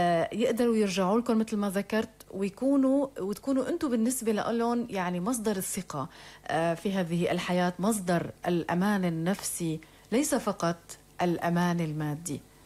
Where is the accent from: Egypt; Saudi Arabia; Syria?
Syria; بلدنا سوريا